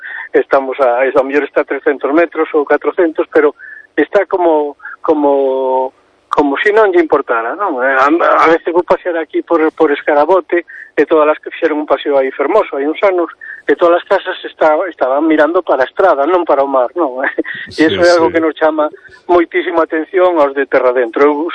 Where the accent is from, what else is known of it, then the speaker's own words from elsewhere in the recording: Boiro, Galicia, Spain; pero eu sí que me sinto que hai moito tempo que teño a sensación de que non estou aquí, sino que son de Boiro, que digo.